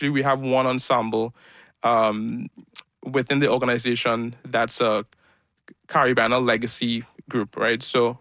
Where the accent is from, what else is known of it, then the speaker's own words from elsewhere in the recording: Trinidad & Tobago; I'm a Trinidadian